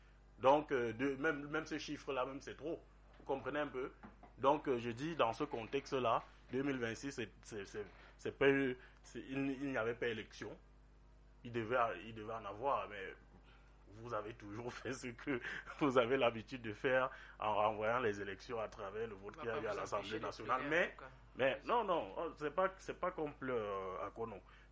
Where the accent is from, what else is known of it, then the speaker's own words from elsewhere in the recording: Cameroon; il faut quand même, on est des Camerounais, c'est pas de la corruption.